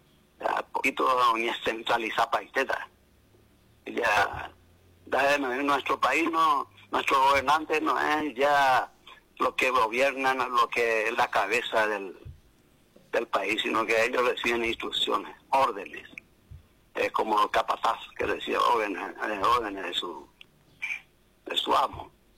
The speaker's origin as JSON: {"language": "Spanish", "country": "Paraguay", "tie": "born there", "said": "así como nací en el Paraguay, también he hecho ya de mi parte, por mi país, por mi querido Paraguay"}